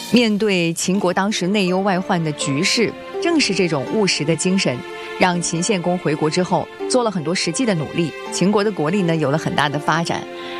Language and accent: Chinese; China